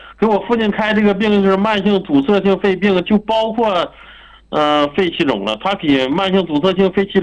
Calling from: Tuquan County, Inner Mongolia, China; 我是兴安盟突泉县的。

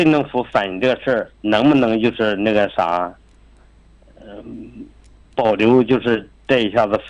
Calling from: Chifeng, Inner Mongolia, China; 我是赤峰市元宝山区美德河镇西安屯村

